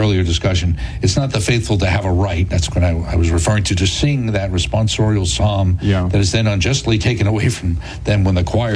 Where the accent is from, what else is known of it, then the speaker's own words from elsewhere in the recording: New Jersey, United States; in my home state of New Jersey, where music is widely appreciated